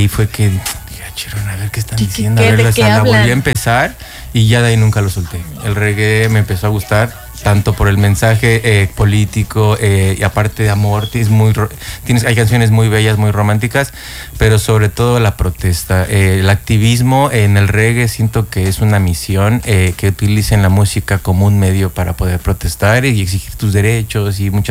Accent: Mexico City, Mexico; now in Cancún, Mexico; porque yo soy de la Ciudad de México.

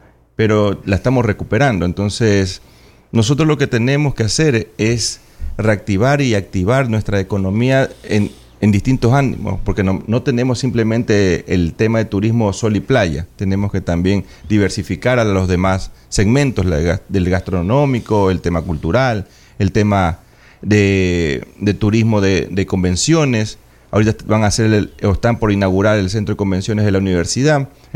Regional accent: Manta, Manabí, Ecuador; Yo vengo de la parte de Tarqui, pues en los años 70, 60, una de las mejores playas. Vengo de ese sector donde por años fue estrangulándose poco a poco

